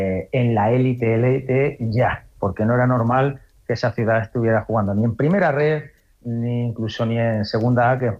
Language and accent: Spanish; Aragon, Spain